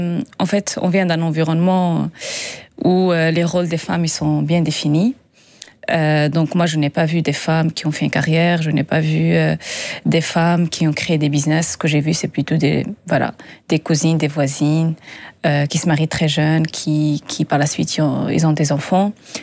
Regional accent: Agadir, Souss-Massa, Morocco; now in France; Moi, je suis née au Maroc, au Sud du Maroc, à Agadir. Je ne sais pas si vous connaissez. Je viens d'une grande, grande famille à la marocaine.

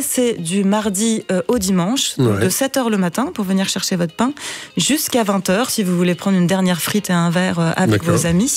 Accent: France; accent: French; Vous m'interrogez, vous parlez mon accent français.

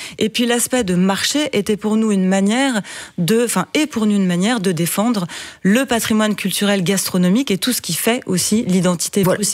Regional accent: France; accent: French; now in Brussels, Belgium; Je vais vous m'interroger, mon accent français.

